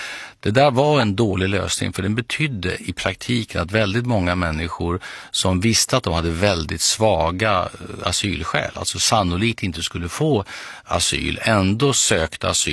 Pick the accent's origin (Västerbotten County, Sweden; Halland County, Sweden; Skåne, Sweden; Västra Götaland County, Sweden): Skåne, Sweden; Lund; born there; Ja, min födelsestad.